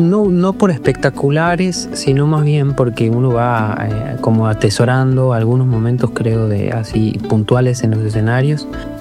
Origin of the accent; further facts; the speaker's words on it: Jujuy, Argentina; la experiencia de haber nacido y crecido en Jujuy, que ya de por sí es como una sociedad muy musical